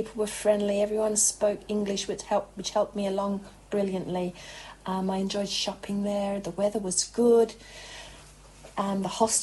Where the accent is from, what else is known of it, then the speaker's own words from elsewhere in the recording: Australia; now in Cambridge, United Kingdom; I couldn't return to the UK without an Irish passport as an Australian.